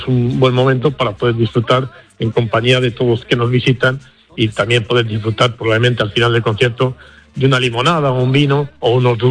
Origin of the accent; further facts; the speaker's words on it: Castile and León, Spain; uno de mi zona, del Cerrato, teniendo en cuenta que esta semana es la semana del eclipse. En mi pueblo, en Federico de la Torre, hay un paraje que es la Pradera del Monte